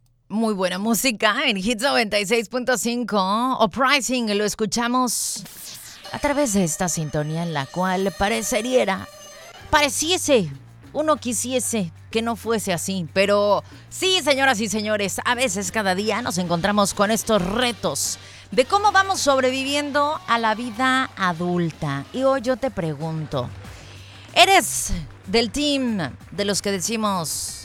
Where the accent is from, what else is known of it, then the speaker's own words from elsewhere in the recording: Cancún, Quintana Roo, Mexico; somos los de Cancún